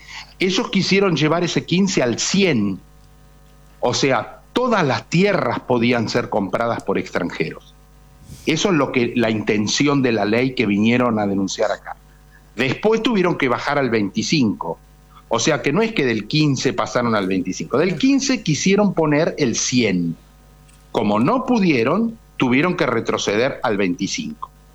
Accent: San Luis, Argentina; Yo soy de San Luis

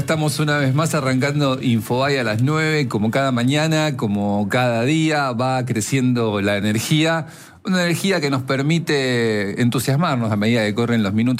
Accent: Argentina; Este es el momento en que somos argentinos hasta las recontramanos.

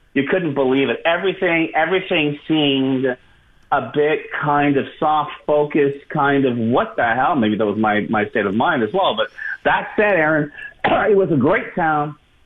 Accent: Montreal, Quebec, Canada

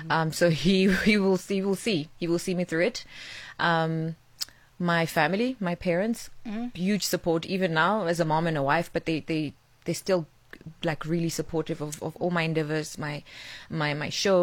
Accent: Venda, Limpopo, South Africa; now in Johannesburg, South Africa; because I grew up there, it was just like, it's home

